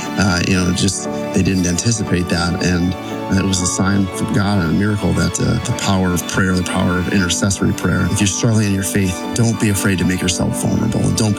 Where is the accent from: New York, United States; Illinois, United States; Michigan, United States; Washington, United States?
New York, United States; Orchard Park; I'm from Orchard Park, New York.